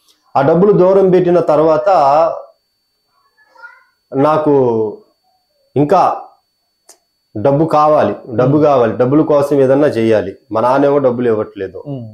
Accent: Andhra Pradesh, India; born there; సాయంత్రం 7 దాటిన తర్వాత సంజీవ్ నగర్ రమ్మంటే ఆటో వాళ్ళు రిక్షా వాళ్ళు వచ్చేవారు కాదు. అంత భయంకరంగా మా ప్రాంతము ఉండేది.

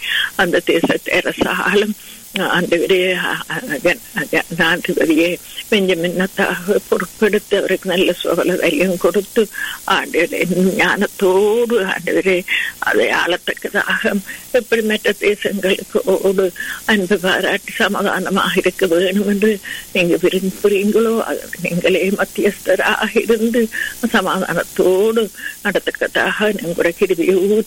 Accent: Sri Lanka; moved away; நாங்க பிறந்து வளர்ந்த தேசத்துக்காக அந்த இலங்கை தீவுக்காக

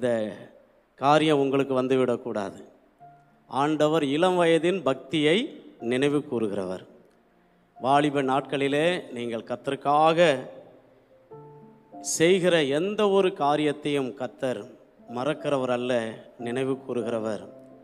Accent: Tamil Nadu, India; born there; நான் சிதம்பரத்திற்கும் அருகிலே ஒரு சாதாரணமான ஒரு குக்கிராமத்திலே இயேசுவை அறியாத குடும்பத்திலே நான் பிறந்தவன்.

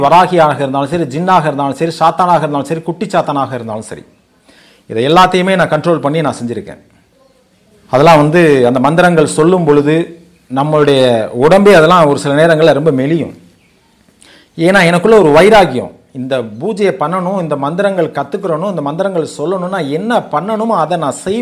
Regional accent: Ilayangudi, Tamil Nadu, India; also born or lived in Paramakudi; நான் வந்து என்னுடைய பூர்வீகம் சிவகங்கை மாவட்டத்தை சேர்ந்த இளையான்குடி அப்படிங்கிறது தான் என்னுடைய பூர்வீகம். அங்கே தான் நான் பிறந்தது. சுமார் ஒரு 12 வயசு வரைக்கும் நான் அங்கே தான் இருந்தேன்.

